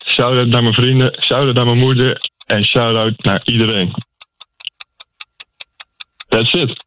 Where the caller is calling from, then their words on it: Nijkerk, Gelderland, Netherlands; Nijkerk kom ik vandaan.